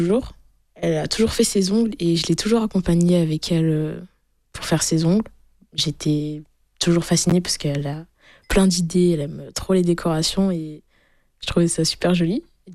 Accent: Honfleur, Normandy, France; moved away as an adult; now in southern France; Je viens de Honfleur, en Normandie, dans le Calvados.

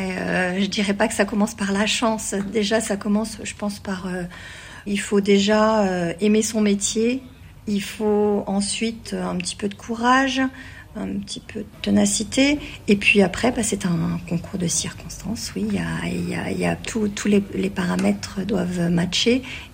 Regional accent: Bourgogne-Franche-Comté, France; moved away as an adult; je suis originaire de Lyon. C'est pour ça que j'ai commencé mon parcours professionnel sur la région lyonnaise. Mais je suis attachée quand même à mes racines et je suis revenue dans Lyon.

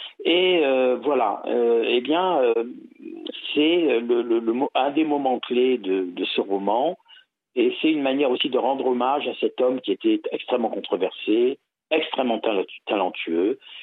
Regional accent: Corsica, France; du fait que je suis corse

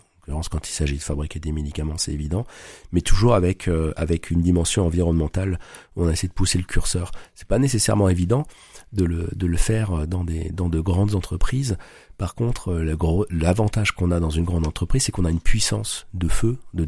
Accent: Grand Est, France; moved away as an adult; now in Brittany, France; Moi, j'ai grandi en Alsace. Ça fait donc 20 ans qu'on est en Bretagne avec mon épouse

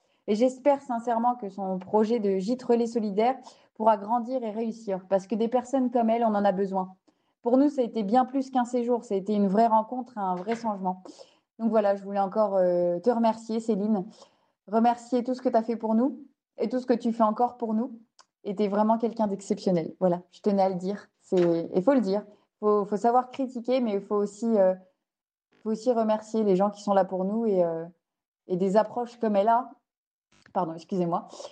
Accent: Bourgogne-Franche-Comté, France; Alors, nous, il faut savoir qu'on vient de Bourgogne. Donc, c'est à 8 heures de route de Charente.

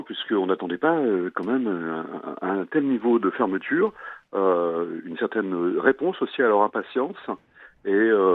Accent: Lille, Hauts-de-France, France; Moi, je vois en tant que Lillois

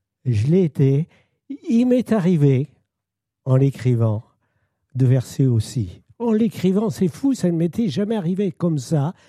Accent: Pays de la Loire, France; chez nous, en Vendée.

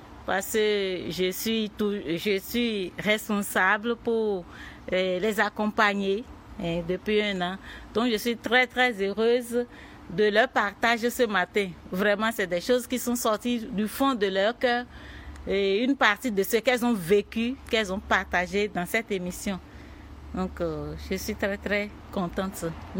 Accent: Benin; moved away as an adult; also born or lived in Brazil; now in France; Je suis béninoise et je suis aussi brésilienne parce que j'ai fait 8 ans au Brésil en mission. J'ai 52 ans

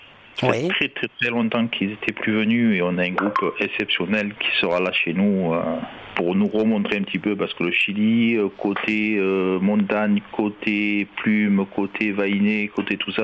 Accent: France; Alors que chez nous en France, on a des qualités de groupe.

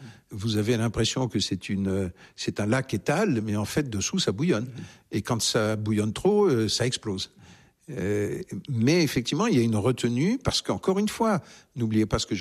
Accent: Southern France, France; Alors, non seulement je suis un méridional, mais je suis soupolé, j'ai très mauvais caractère

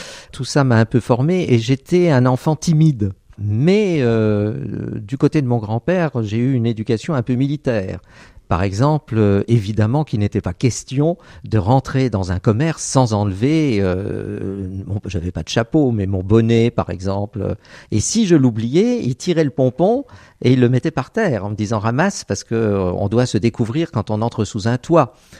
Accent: Metz, Grand Est, France; je suis de la Moselle. J'avais de la famille qui était dans la campagne. Ils parlaient encore à l'époque un vague patois roman.

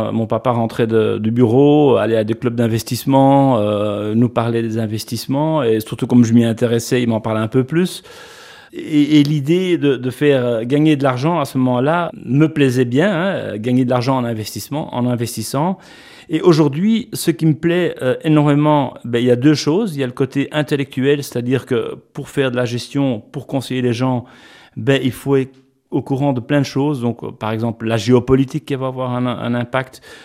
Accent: Antwerp, Flanders, Belgium; now in Luxembourg; Je n'avais donc plus de lien où je me sentais plus obligé de rester à Anvers, puisque je suis originaire d'Anvers, pour reprendre la société familiale.

